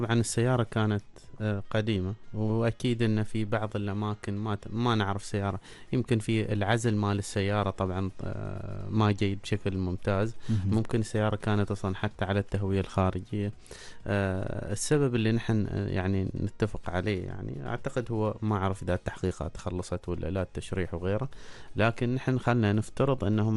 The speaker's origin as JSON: {"language": "Arabic", "country": "Oman", "said": "نحن عندنا في عمان هنا"}